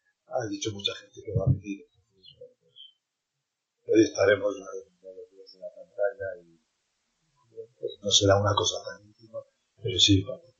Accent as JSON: {"language": "Spanish", "region": "Castile and León", "country": "Spain", "tie": "born there", "moved": "yes", "lives_now": "Segovia, Spain", "said": "en la zona donde yo nací, en el Carracillo"}